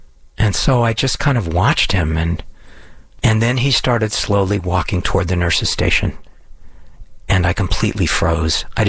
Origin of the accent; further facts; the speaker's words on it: Los Angeles, California, United States; born there; I was born in Los Angeles, where I still live.